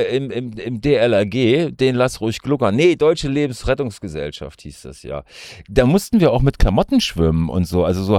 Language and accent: German; North Rhine-Westphalia, Germany; Aber ich komme halt aus dem Ruhrpott, so.